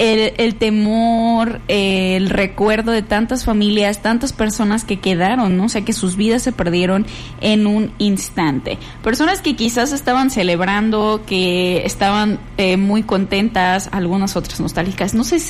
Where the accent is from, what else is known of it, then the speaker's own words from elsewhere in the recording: Mexico; los mexicanos mostramos la casta que tenemos